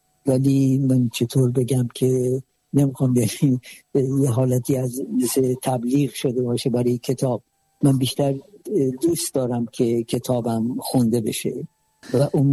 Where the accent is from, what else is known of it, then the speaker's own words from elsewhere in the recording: southern Iran, Iran; من خب خودم جنوبی هستم و همچنان دوست داشتم که از جنوب، از شهرم، زادگاهم، منطقم حرف بزنم،